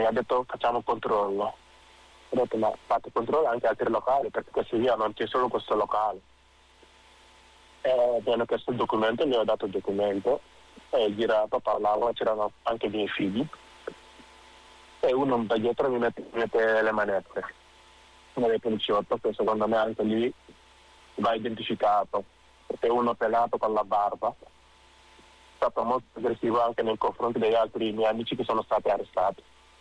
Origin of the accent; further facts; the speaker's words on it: Senegal; now in Italy; vengo dal Senegal, di origine senegalese ovviamente, sono in Italia dal 2011